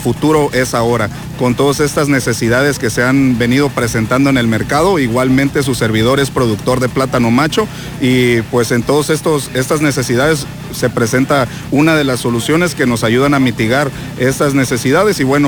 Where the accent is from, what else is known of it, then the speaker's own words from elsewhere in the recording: Ejido La Libertad, Chiapas, Mexico; yo soy originario de Ejido La Libertad, municipio de Suchiate, orgullosamente platanero de Ejido La Libertad.